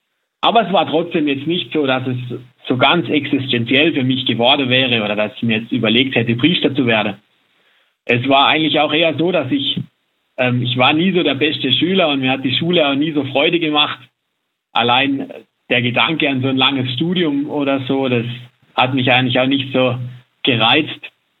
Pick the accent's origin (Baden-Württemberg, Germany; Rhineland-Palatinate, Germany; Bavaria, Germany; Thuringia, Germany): Baden-Württemberg, Germany; moved away as an adult; now in Salzburg, Austria; Wir sind am Land aufgewachsen, im Hochschwarzwald bei uns. Da gibt es eben eine sehr ländliche Gegend. Wir hatten sehr viel Gelände ums Haus rum und Platz.